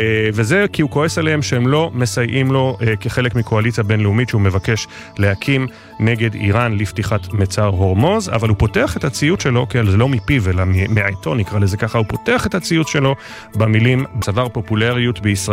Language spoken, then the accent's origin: Hebrew; Holon, Tel Aviv District, Israel; אני מחולון